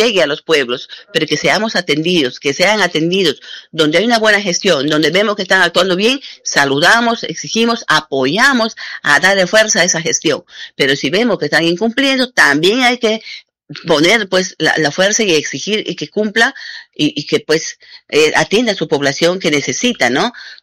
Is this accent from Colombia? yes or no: no; Peru; esta parte del país que somos la nororiente peruano.